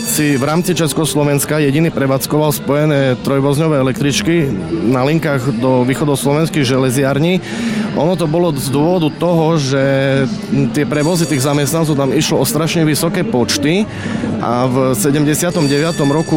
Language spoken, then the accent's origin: Slovak; Košice, Košice Region, Slovakia; ja som býval na sídlisku nad jazerom, som rodak z Tamadial